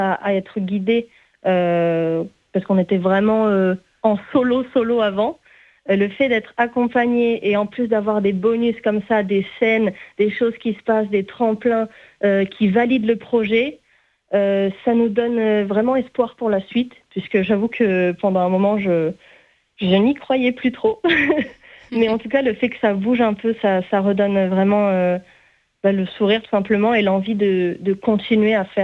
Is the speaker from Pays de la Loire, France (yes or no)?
no; Occitanie, France; je viens du Gard